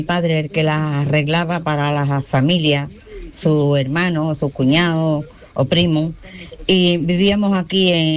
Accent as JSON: {"language": "Spanish", "town": "Carmona", "region": "Andalusia", "country": "Spain", "said": "mi padre arregló una bicicleta para un familiar de Carmona, porque somos de Carmona."}